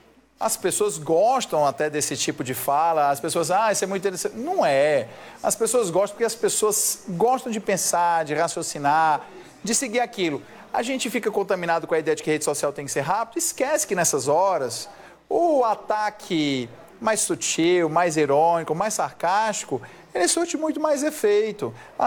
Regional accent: Ceará, Brazil; Então, Felipe, lá na minha terra, lá no Ceará, quando tem duas pessoas brigando dessa maneira, existe uma expressão.

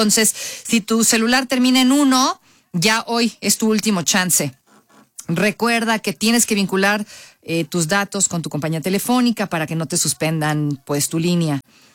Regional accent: Mexico; como la verdad así somos todos, el mexicano y todos lo dejamos para el final

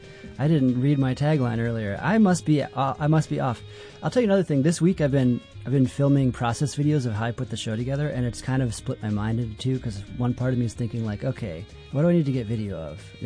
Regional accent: Kansas, United States; I'm from Kansas, so Missouri is was a slave state, whereas Kansas was not.

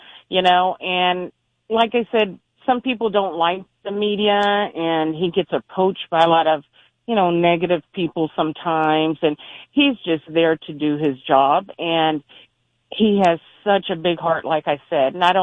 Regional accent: Houston, Texas, United States; I'm originally from Houston, native Houstonian

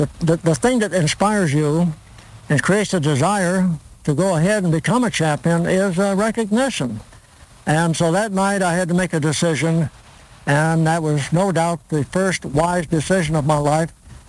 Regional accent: Torrance, California, United States; first language Italian; English is a second language; also born or lived in Olean, New York; And so ever since I was 2 years old, I lived in Torrance, California, just south of L.A., about 20 miles.

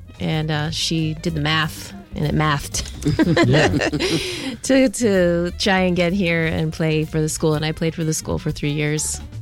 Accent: Portland, Oregon, United States; I'm originally from Portland, Oregon, but I went to school right here at UNM.

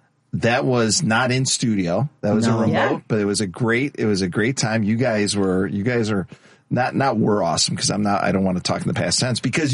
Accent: Lockport, Illinois, United States; also born or lived in Joliet; I was born in Joliet. It's the same vibe. It's the same ethic. It's the same aesthetic. You know, right. Lockport was an old oil town next to Joliet, which is an old steel town.

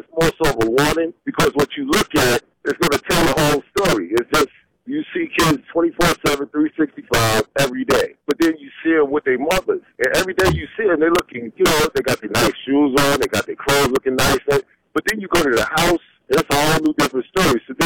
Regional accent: New York, United States; now in Brunswick, United States; Right now, I'm in Brunswick, Georgia. I come from New York.

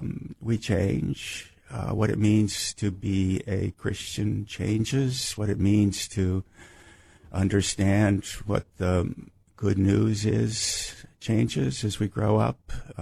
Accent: United States; also born or lived in Japan; It's different because I'm an American, and this is a very small city in the early 1960s. So the principal other foreigners into the city were my sisters.

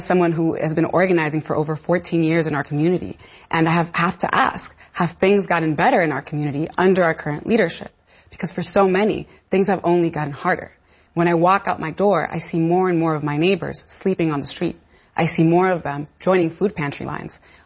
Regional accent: New York City, New York, United States; I am the daughter of Dominican immigrants. I am a New Yorker.

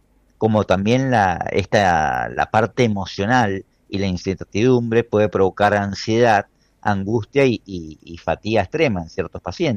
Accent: Argentina; Nosotros no hemos vivido como argentinos

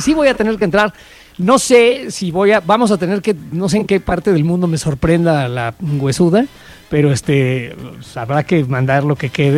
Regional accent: Mexico; nosotros tenemos esta necesidad de que se vea que estamos llorando y sufriendo horriblemente, porque somos mexicanos, güey.

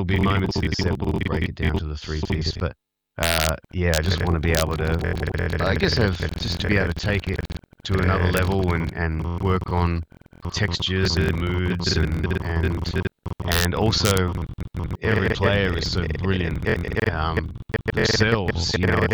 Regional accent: Adelaide, South Australia, Australia; Then my hometown, Adelaide, Governor Hindmarsh on the 28th of November.

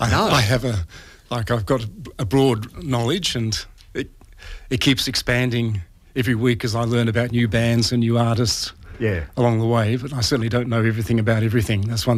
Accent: Heathmont, Victoria, Australia; And I grew up in Heathmont, and there was a record shop up on Canterbury Road called Stylus Records.

